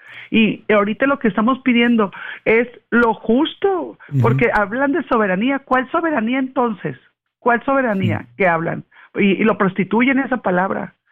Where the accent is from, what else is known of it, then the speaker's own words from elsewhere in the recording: Sinaloa, Mexico; aquí está el resto de mi familia, aquí me enseñaron a mí a amar mi tierra.